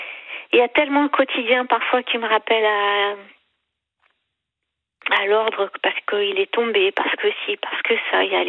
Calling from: Hauts-de-France, France; Moi, je suis en Picardie.

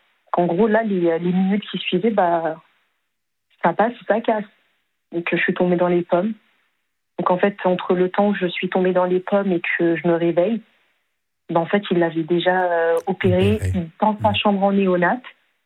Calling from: Paris, Île-de-France, France; Paris, d'accord. 20e, j'habite. J'habite vraiment juste à côté.

